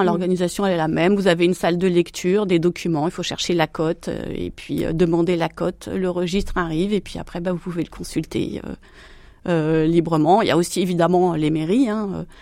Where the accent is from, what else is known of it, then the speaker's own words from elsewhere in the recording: Pays de la Loire, France; c'était en Mayenne, hein, je suis originaire de la Mayenne, et les archives, c'était à Laval même